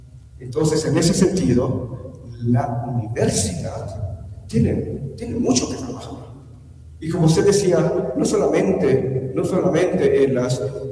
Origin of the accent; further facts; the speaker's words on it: Mexico; now in Bolivia; yo vengo de México